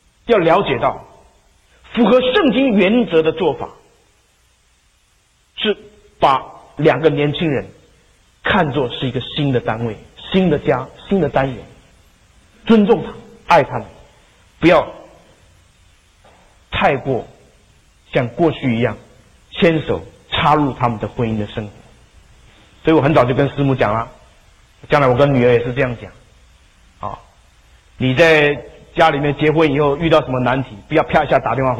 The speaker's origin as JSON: {"language": "Chinese", "country": "Taiwan"}